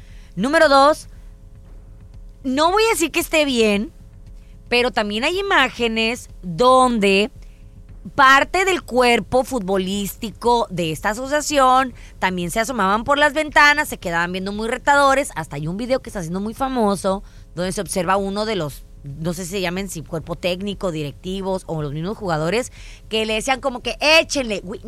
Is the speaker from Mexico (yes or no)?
yes; Mexico; lo único que hacen es hacernos quedar mal como mexicanos, ¿no?